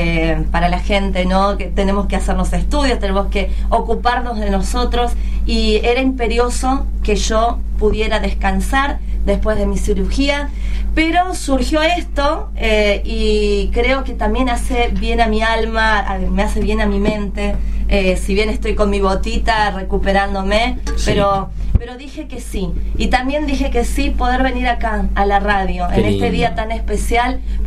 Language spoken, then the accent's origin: Spanish; Argentina; para nosotros como argentinos